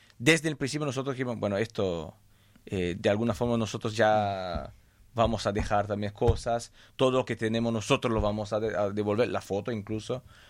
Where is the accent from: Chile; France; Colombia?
France; Marseille, Provence-Alpes-Côte d'Azur; Spanish is a second language; Nosotros venimos de Marsella, o sea, del sur de Francia. Y en Marsella también somos muy latinos.